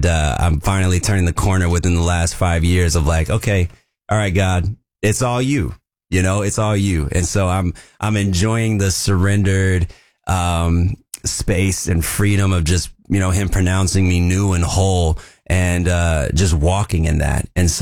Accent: Vancouver, Washington, United States; So I grew up in Vancouver, Washington.

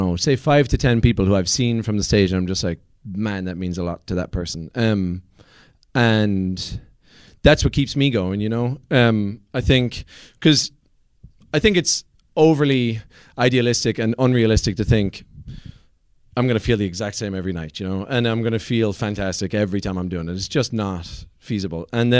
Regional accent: Ireland; accent: Irish

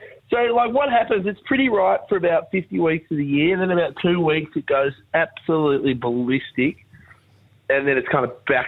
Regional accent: Tasmania, Australia; We're from Tassie. So literally just about the other side of the country

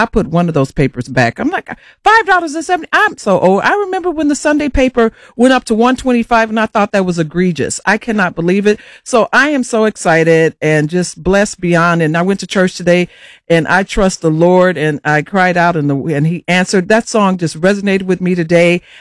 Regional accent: Chicago, Illinois, United States; They said I grew up on the South Side. I grew up on the West Side

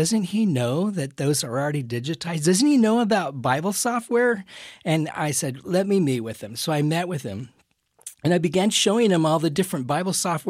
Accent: California, United States; also born or lived in Arizona; I grew up kind of well-off America. I grew up in California, moved to Arizona

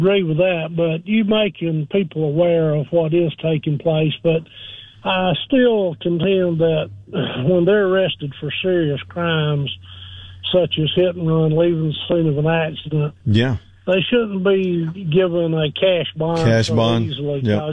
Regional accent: Alabama, United States; now in Blount County, United States; I was born, raised there.

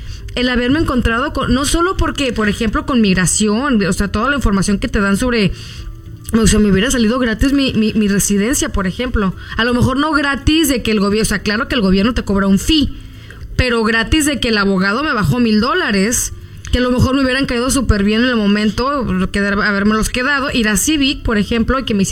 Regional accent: Guadalajara, Jalisco, Mexico; moved away as an adult; now in Fresno, United States; yo llegué aquí a Fresno, soy mexicana, soy de Guadalajara, y llegué a Fresno cuando era que 2014. Y yo siempre, estudié negocios internacionales en la UDG.

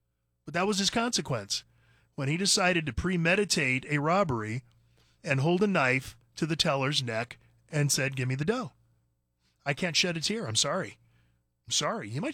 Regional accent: California, United States; Believe me, I grew up in California. I'm telling you, California was a red state at one time.

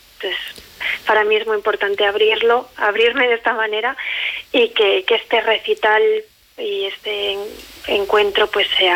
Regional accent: Baños de Río Tobía, La Rioja, Spain; born there; moved away; Yo pasé parte de mi infancia en Baños de Río Tobía

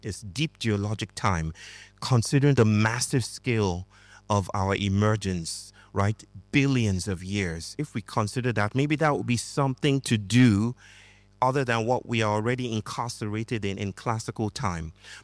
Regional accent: Nigeria; I grew up in Nigeria, and we had songs that basically came down to the idea that time is money, right?

